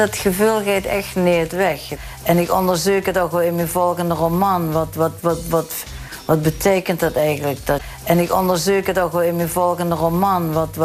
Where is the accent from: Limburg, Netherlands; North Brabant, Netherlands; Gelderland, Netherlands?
Limburg, Netherlands; born there; now in Amsterdam, Netherlands; Ik ben hier geboren. Het is echt mijn landje. Ik denk er ook altijd aan. Het is een landje. Ik vind het ook helemaal geen provincie. Maar goed, het is echt mijn geboortegrond. Mijn geboortetaal. En het land van mijn ouders.